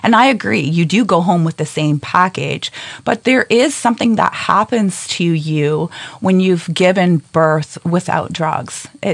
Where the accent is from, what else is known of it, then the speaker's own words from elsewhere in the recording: Newfoundland and Labrador, Canada; moved away; I grew up in a small town that wasn't connected to the mainland in Newfoundland.